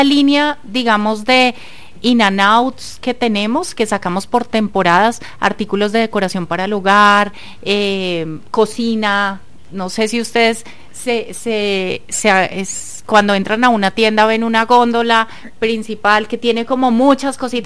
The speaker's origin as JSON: {"language": "Spanish", "country": "Colombia", "said": "Nuestro país es un país muy diverso. Cada departamento del país es diferente y le gusta que le hablen en su paisa, en su costeño, en su caleño."}